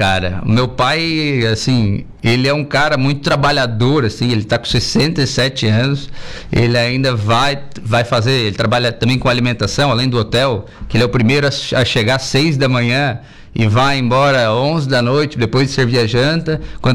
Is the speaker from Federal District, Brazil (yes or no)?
no; Araranguá, Santa Catarina, Brazil; also born or lived in Turvo, Santa Catarina / Florianópolis; Me criei lá no Arroio. Nasci no Turvo, mas me criei lá no Arroio, né? Então vivia toda a minha juventude aqui em Araranguá, até os 17 anos, né?